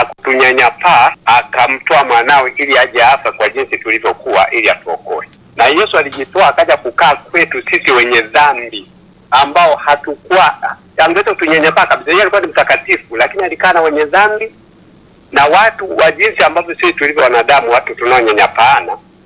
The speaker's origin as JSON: {"language": "Swahili", "region": "Dodoma", "country": "Tanzania", "said": "ninatoka mkoa wa Dodoma."}